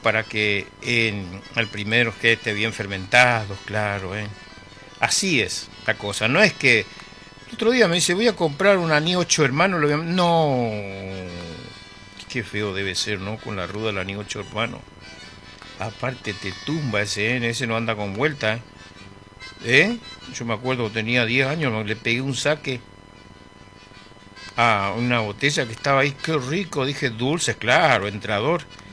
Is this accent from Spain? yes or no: no; Presidencia de la Plaza, Chaco, Argentina; moved away; mi gente de mi pueblo, Presidencia de la Plaza